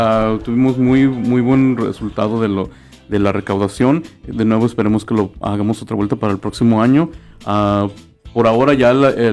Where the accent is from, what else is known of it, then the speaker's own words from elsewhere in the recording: Mexico; moved away; yo también soy mexicano